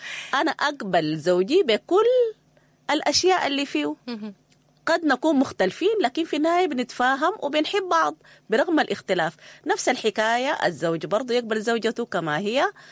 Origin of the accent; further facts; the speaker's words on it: Sudan; لما نرجع بلدنا السودان لو إحنا بعيدنا منه.